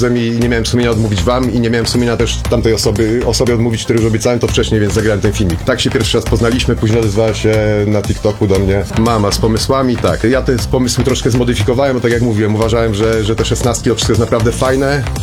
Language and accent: Polish; Łódź, Łódź Voivodeship, Poland; my jesteśmy tutaj z Łodzi